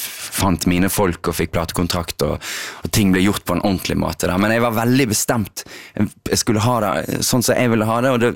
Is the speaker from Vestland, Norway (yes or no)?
yes; Bergen, Vestland, Norway; Jeg født og oppvokst på Skjold.